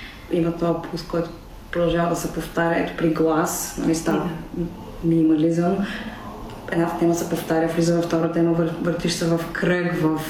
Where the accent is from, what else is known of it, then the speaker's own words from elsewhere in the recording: Veliki Preslav, Shumen Province, Bulgaria; Значи следващия концерт е в Велики Преслав, това е моя роден град.